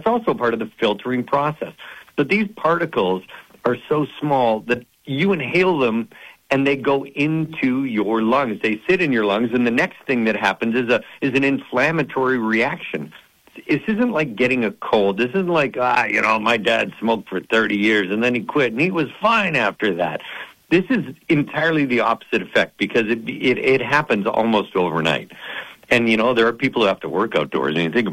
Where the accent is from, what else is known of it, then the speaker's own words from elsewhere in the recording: Canada; moved away; As a boy who was born and raised in Canada